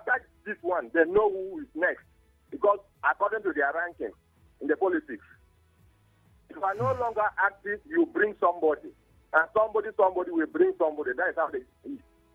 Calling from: Port Harcourt, Rivers, Nigeria; I'm calling from Rumugbo.

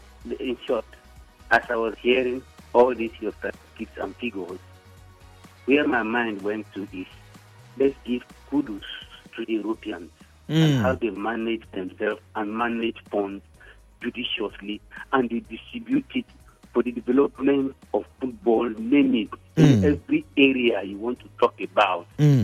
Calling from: Bonny Island, Rivers, Nigeria; I'm calling from Bonny Island.

